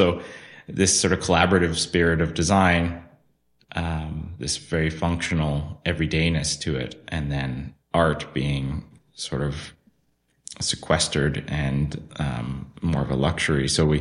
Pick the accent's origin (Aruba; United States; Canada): Canada; Winnipeg, Manitoba; moved away as an adult; also born or lived in Calgary; now in Vancouver, Canada; I was born in Calgary and then ended up in Winnipeg, where I would consider my formative years. Winnipeg is, my dad worked for the railway, so we ended up over there. And I think I'm a Winnipegger.